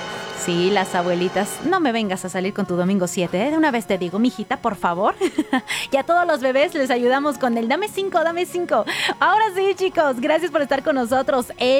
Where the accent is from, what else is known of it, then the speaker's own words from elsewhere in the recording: Mexico; los mexicanos hablamos en números.